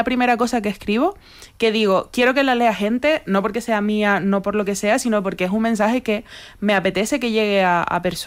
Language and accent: Spanish; Granadilla de Abona, Canary Islands, Spain; yo soy de Granadilla, ¿no? Que es mi pueblo en Tenerife, y no quiero olvidarme de eso